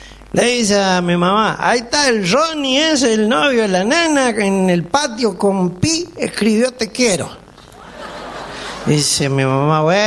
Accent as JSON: {"language": "Spanish", "region": "Mendoza", "country": "Argentina", "tie": "born or raised there", "said": "allá en las viñas donde yo nací, crecí."}